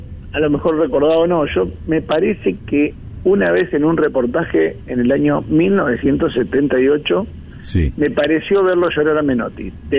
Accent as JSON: {"language": "Spanish", "country": "Argentina", "said": "como nosotros como argentinos hemos dado al equipo, ¿no?"}